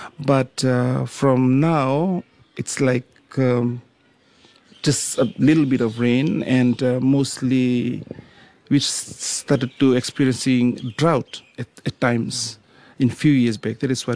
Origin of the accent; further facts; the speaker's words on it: Waialevu, Western Division, Fiji; actually I'm from Waialevu village in the Tikina of Waia, and currently living in the village and for years now